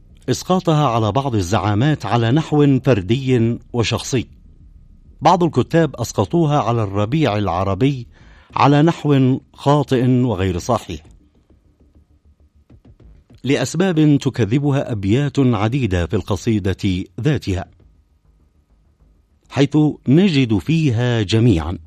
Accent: Yemen

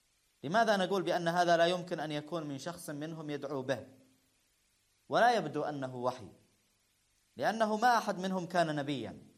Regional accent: Yemen; عندنا في اليمن

